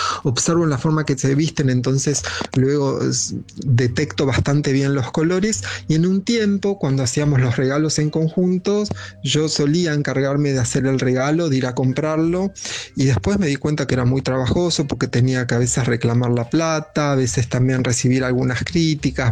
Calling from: Acasuso, Buenos Aires Province, Argentina; Hola Luisa, buenas noches. … de Acasuso.

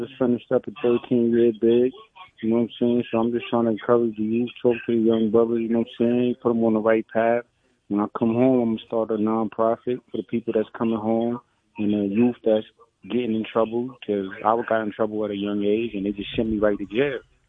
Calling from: Long Island, New York, United States; I'm from Long Island, bro.

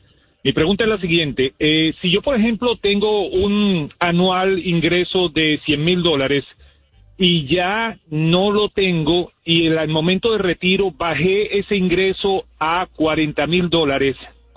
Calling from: Miami, Florida, United States; por acá, por el lluvioso Miami.

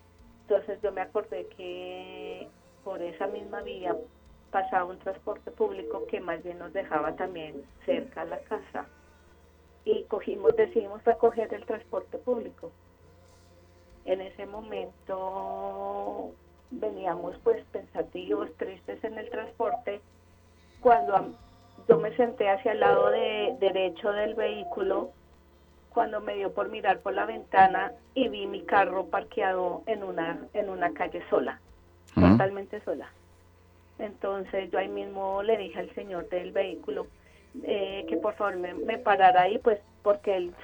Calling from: Bogotá, Colombia; Estoy en la ciudad de Bogotá

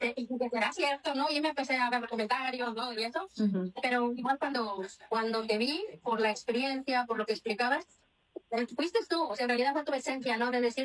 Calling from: New York, United States; yo vivo en Nueva York

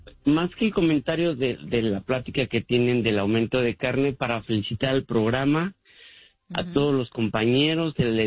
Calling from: Las Vegas, Nevada, United States; De Las Vegas.

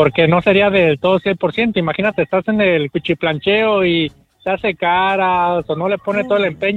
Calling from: Guadalajara, Jalisco, Mexico; Muy buenos días … de Guanatos.

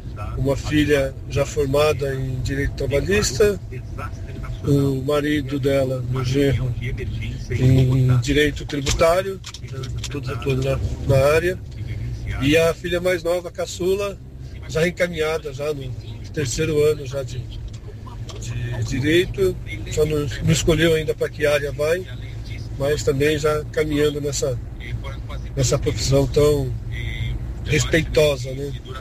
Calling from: Jandira, São Paulo, Brazil; sou de aqui de Jandira.

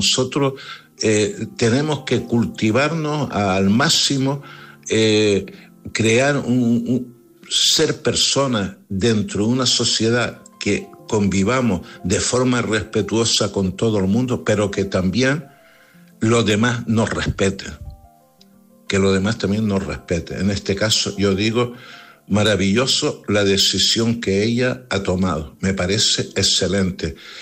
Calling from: Canary Islands, Spain; de Gran Canaria.

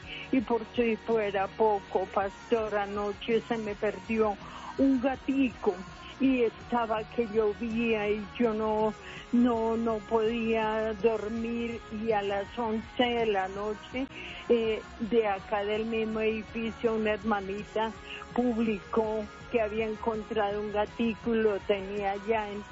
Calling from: Bogotá, Colombia; Aquí en Bosa, en un barrio del sur.

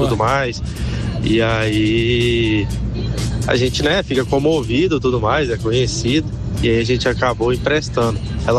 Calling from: Ipatinga, Minas Gerais, Brazil; sou lá de Ipatinga.

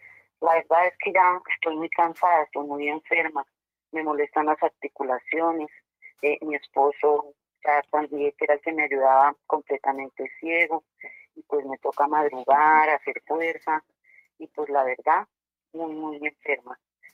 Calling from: Bogotá, Colombia; yo lo estoy llamando aquí de Bogotá, del barrio Lucero Alto.

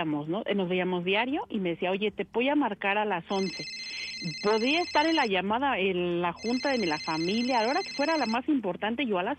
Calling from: State of Mexico, Mexico; De aquí del Estado de México.

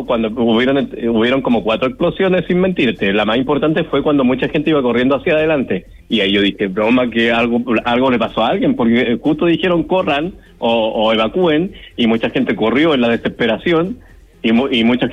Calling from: Santiago, Santiago Metropolitan Region, Chile; yo estoy en mi casita, vivo muy cerca. O sea, de ir a Razabal no vivo tan cerca porque yo vivo en Bustamante

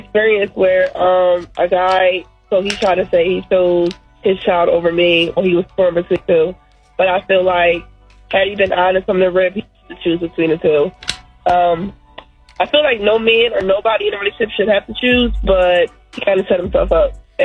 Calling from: New Jersey, United States; I'm calling from Jersey.

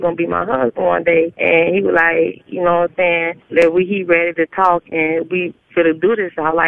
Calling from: Fort Lauderdale, Florida, United States; I'm calling from Fort Lauderdale.

